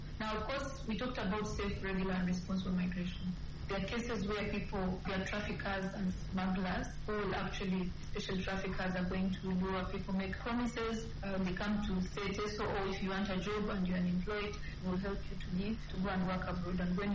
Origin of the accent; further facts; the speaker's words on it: Uganda; now in Nigeria; I come from Uganda.